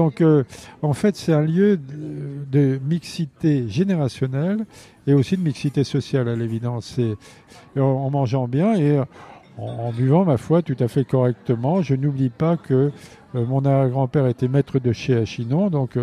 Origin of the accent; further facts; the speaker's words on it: Tours, Centre-Val de Loire, France; moved away as an adult; also born or lived in Paris; Né à Tours, j'y ai vécu 25 ans, puis j'ai vécu à Paris. Je suis arrivé à Paris en 72 et nous avons quitté Paris avec ma douce en 2016. Ça fait en gros pile poil 10 ans que nous sommes ici.